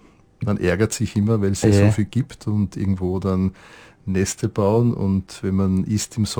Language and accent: German; Lower Austria, Austria; ich bin ja in Niederösterreich aufgewachsen, da gibt es sehr viel Monokultur, vor allen Dingen Gugerutz und Weizen.